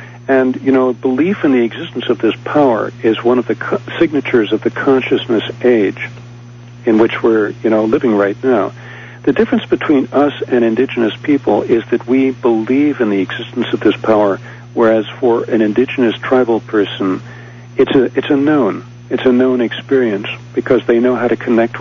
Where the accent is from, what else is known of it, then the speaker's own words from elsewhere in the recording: New York City, New York, United States; moved away as an adult; also born or lived in Boulder, Colorado; I grew up in New York City, and when I went into the Peace Corps in 1964